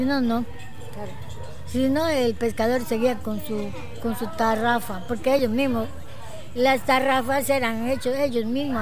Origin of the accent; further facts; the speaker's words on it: Belén, Loreto, Peru; yo soy de Belén, pero mi casa era por el mercado de Belén.